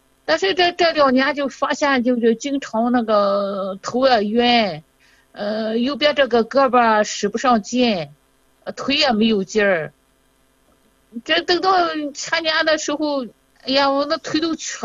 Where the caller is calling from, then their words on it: Shandong, China; 我是山东的。